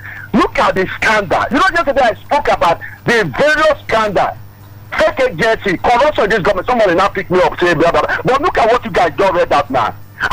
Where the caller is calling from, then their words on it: Nigeria; as a human being, as a Nigerian